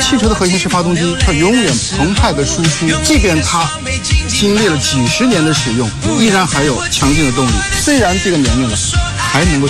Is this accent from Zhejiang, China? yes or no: yes; Hangzhou, Zhejiang, China; moved away as an adult; now in Beijing, China; 我老家来自于浙江杭州，